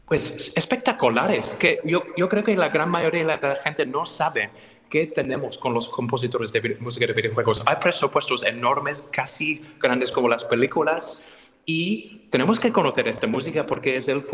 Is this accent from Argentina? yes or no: no; England, United Kingdom; Spanish is a second language